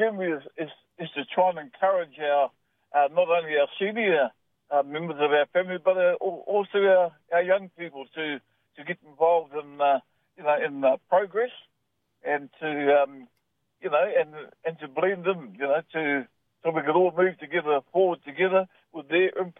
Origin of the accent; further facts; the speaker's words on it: Parengarenga, Northland, New Zealand; I'm actually from Ngāpui, from Parangaroa in the north.